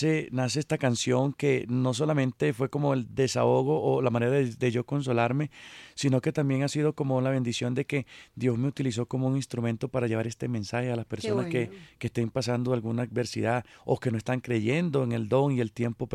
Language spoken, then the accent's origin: Spanish; Guárico, Venezuela; born there; moved away; yo nací en Guárico, es Venezuela, Tierra Llanera, el centro de Venezuela. Vengo de una dinastía de músicos, cantantes, compositores, de esa música folclórica.